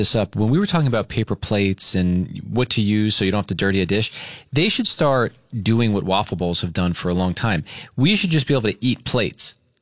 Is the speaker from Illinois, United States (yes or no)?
no; New York, United States; You have to understand, he's a New Yorker, and I'm from the New York area.